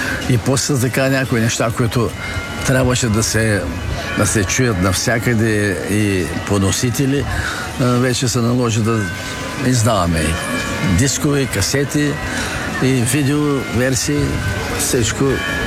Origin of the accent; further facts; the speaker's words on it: Plovdiv, Plovdiv Province, Bulgaria; защото сме пловдивчани, защото сме от Филибето.